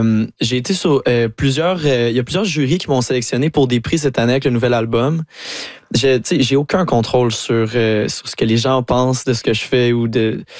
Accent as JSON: {"language": "French", "town": "Saint-Hyacinthe", "region": "Quebec", "country": "Canada", "said": "moi, je viens de Saint-Hyacinthe, qui est une oui. ville agricole."}